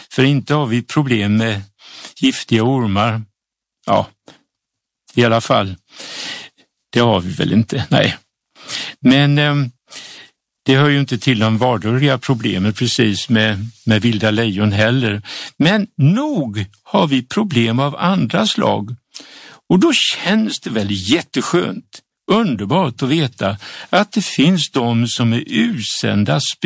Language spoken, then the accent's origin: Swedish; Sweden; moved away as an adult; also born or lived in Japan; Men 1986 så var jag hemma i Sverige.